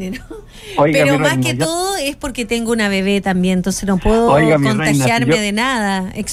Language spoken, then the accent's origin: Spanish; Chile; nos enorgullece como chilenos